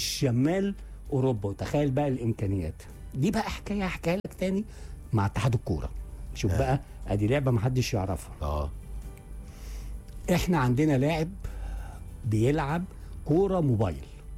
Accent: Egypt; قلت له مستر ايجيبت. انا اللي مستر ايجيبت.

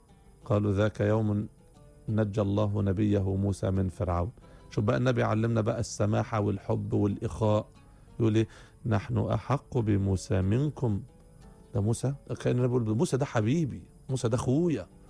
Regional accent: Egypt; انت مصري وانا مصري

